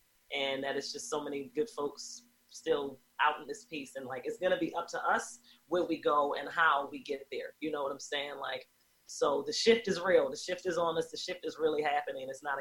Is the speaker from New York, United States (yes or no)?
no; Baltimore, Maryland, United States; I am in Baltimore, Maryland, in East Baltimore. I'm from West Baltimore.